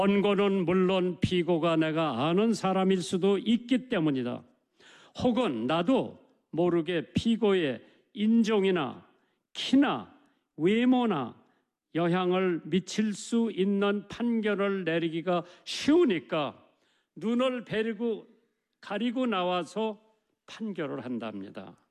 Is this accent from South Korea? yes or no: yes; South Korea; 우리 한국 사람들은 generous 앨러스가 존경한다고 하지만은 제가 본 한국 사람들은 체면을 많이 생각을 해요.